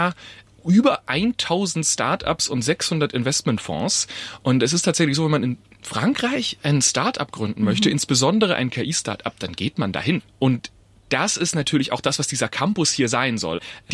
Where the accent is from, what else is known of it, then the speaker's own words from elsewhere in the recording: Heilbronn, Baden-Württemberg, Germany; Ja, also ich liebe meine Heimat natürlich, aber ehrlicherweise Heilbronn ist jetzt nicht die sexieste Stadt.